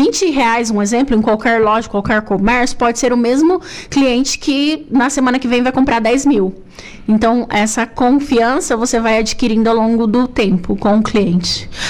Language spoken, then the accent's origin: Portuguese; Paraná, Brazil; moved away as an adult; also born or lived in Maringá / Curitiba; Eu sou paranaense, eu venho de lá, fui pro atacado em Maringá, fui pra Curitiba como representante e vim pra cá no atacado e tô desde então.